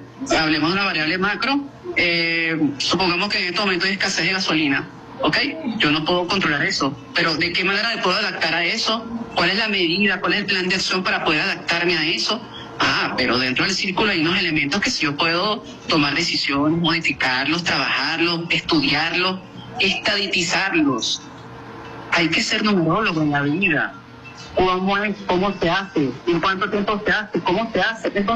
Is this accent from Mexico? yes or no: no; Venezuela; Nosotros, como venezolanos